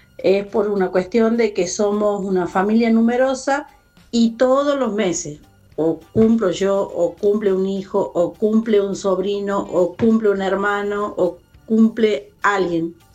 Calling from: Tucumán, Argentina; desde Tucumán.

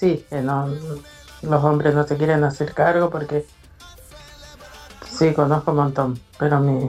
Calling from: Machagai, Chaco, Argentina; de Machagay

